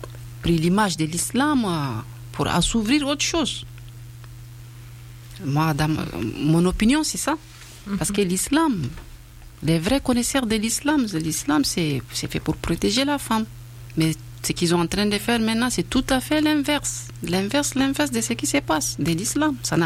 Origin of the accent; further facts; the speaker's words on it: Chad; moved away; quand je parle du Tchad, parce que c'est là où j'étais née, là où j'ai grandi, je connais plus le Tchad que n'importe où.